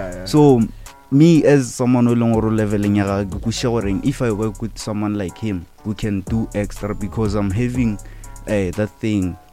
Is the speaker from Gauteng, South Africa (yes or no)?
no; Groblersdal, Limpopo, South Africa; I'm from Groblersdal, Mogaung.